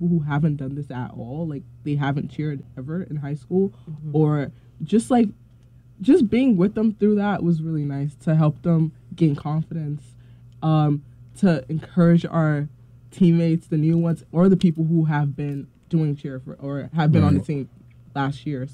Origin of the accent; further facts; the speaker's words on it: Freeport, New York, United States; now in Merrick, United States; And I had pictures, I had videos, because I'm from Freeport, me and Brianna.